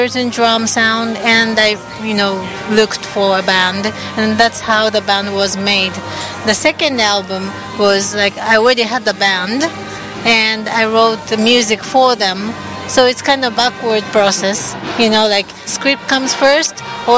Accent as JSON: {"language": "English", "town": "Hamamatsu", "region": "Shizuoka", "country": "Japan", "moved": "yes"}